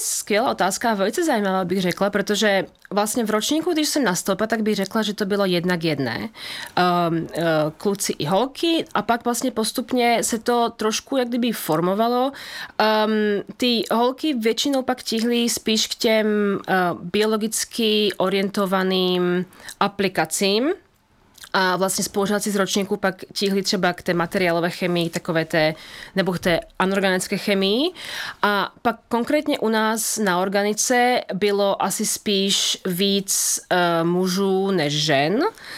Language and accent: Czech; Bratislava, Bratislava Region, Slovakia; accent: Slovak; Czech is a second language; moved away as an adult; also born or lived in Brno; now in Czech Republic; Tak já jsem z Bratislavy, ano. Žiju tady v Česku už mnoho let, víc než 15 let jsem nějakým způsobem spjata s Českem, takže to považuji opravdu za můj domov.